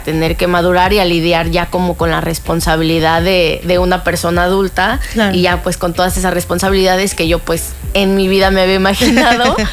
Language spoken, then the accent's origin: Spanish; Mexico City, Mexico; moved away as an adult; now in Cancún, Mexico; yo soy de la Ciudad de México, entonces yo decidí venirme a Cancún